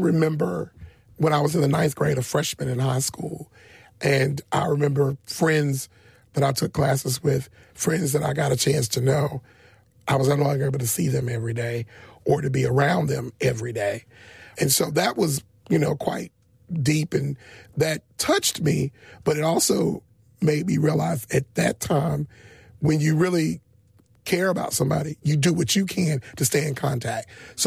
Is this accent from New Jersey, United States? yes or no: no; Selma, Alabama, United States; I had an opportunity to grow up in Selma during one of its best times. When I grew up here, the school system was integrated. So I went to school from the 80s to the early 90s here in school in Selma.